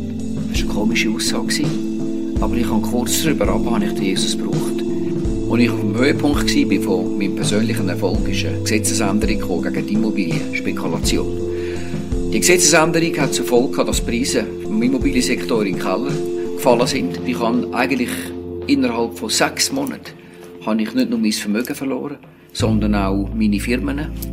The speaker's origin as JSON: {"language": "German", "region": "Zurich", "country": "Switzerland", "tie": "born there", "also_born_or_lived": "Romandy", "moved": "as an adult", "said": "Ich bin 1947 in Steven am Zürichsee geboren, in einer Familie mit 5 Kindern. Ich habe 4 Brüder."}